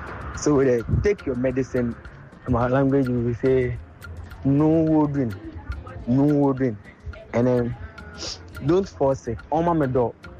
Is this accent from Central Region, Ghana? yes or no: yes; Senya Breku, Central Region, Ghana; first language Ewutu; English is a second language; now in Achimota, Ghana; I'm speaking from Achimota. So, I am an Ewutu. I'm from Senya Breku in the Ewutu Senya West District.